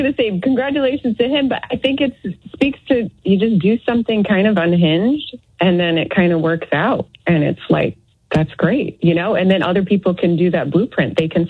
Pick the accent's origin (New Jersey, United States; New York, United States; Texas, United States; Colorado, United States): New York, United States; He had some ties here and I do too. I'm from New York.